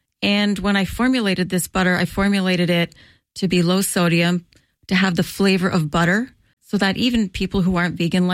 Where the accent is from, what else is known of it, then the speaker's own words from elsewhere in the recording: northern Italy, Italy; moved away; I grew up in Northern Italy.